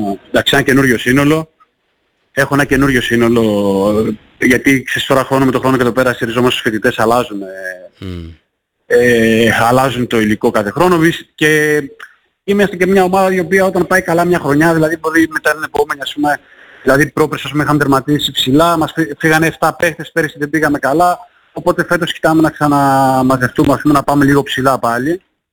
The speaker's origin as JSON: {"language": "Greek", "town": "Patras", "region": "Western Greece", "country": "Greece", "said": "είμαστε από την Πάτρα, με βοηθάνε και είναι προς τιμή τους και το σέβομαι."}